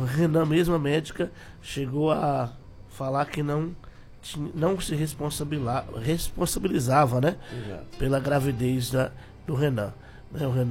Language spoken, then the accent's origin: Portuguese; Minas Gerais, Brazil; born there; Eu nasci em Minas Gerais, Nasci em Minas, de parteira, Ali no berço evangélico.